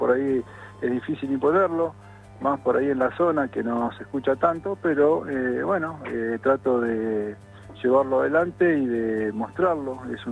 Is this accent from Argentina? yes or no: yes; La Plata, Buenos Aires Province, Argentina; moved away; Yo soy nacido en la ciudad de La Plata, en el barrio de José Hernández, en barrio humilde, de trabajadores. Uh-huh. Un barrio por el que era atravesado por las vías del tren. Teníamos la estación ahí